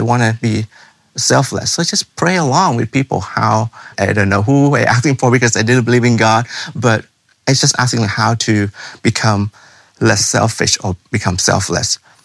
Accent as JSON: {"language": "English", "region": "Tennessee", "country": "United States", "said": "I'm from Tennessee, one day in Texas, and then seeing the University of Houston when I have to present my paper there."}